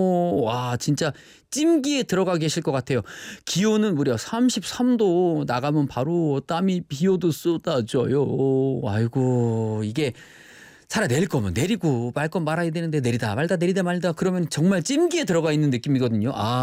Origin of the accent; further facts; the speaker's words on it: Incheon, South Korea; 근데 저도 인천 사람이라 너무 친근해요.